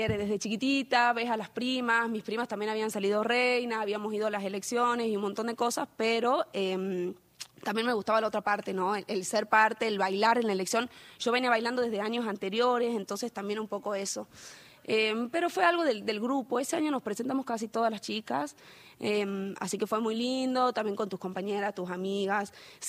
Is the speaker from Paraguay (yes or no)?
no; San Pedro, Argentina; soy de San Pedro.